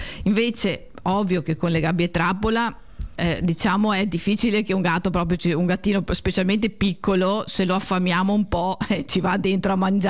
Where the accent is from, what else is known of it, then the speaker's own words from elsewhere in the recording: Castelfranco Veneto, Veneto, Italy; Io sono originaria di Castelfranco Veneto, però a casa mia sono sempre regnati tanti cani e gatti.